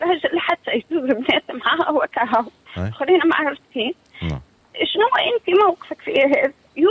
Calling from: Jemmal, Monastir Governorate, Tunisia

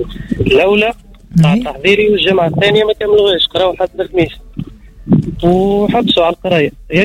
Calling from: Tunisia; من مدينة عقير.

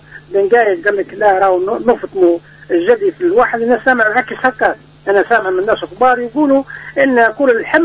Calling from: Tunisia; من دنجردة

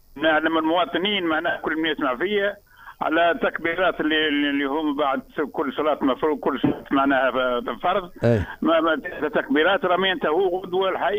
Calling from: Mdhilla, Gafsa Governorate, Tunisia

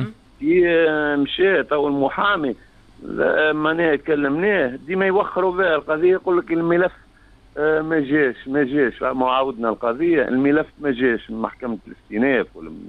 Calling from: Ben Arous, Tunisia

